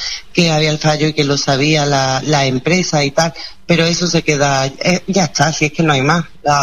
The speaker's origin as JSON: {"language": "Spanish", "town": "Adamuz", "region": "Andalusia", "country": "Spain", "tie": "born or raised there", "moved": "yes", "lives_now": "Montemayor, Spain", "said": "me fui a mi pueblo, yo soy de Adamuz, pero vivo en Montemayor"}